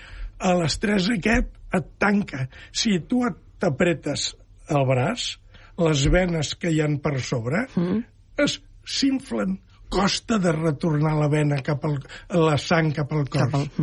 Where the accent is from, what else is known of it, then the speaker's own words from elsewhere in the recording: Catalonia, Spain; soc de la Cerdanya jo, els pagesos del meu poble fa molts anys que em deien